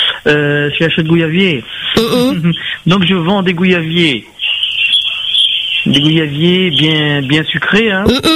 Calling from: Sainte-Suzanne, Réunion; Je suis de Sainte-Suzanne, là.

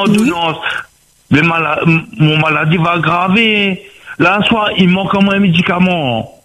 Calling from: Saint-André, Réunion; Moi, on a plus 20 ans, mon Olivier. Mais j'habite à Saint-André.

